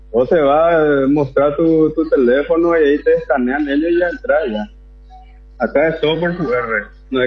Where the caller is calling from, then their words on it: Paraguay; la mayoría somos todos paraguayos.